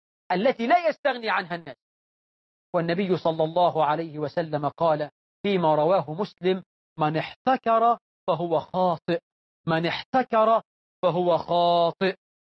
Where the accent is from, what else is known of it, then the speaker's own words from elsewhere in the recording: Egypt; بلدنا مصر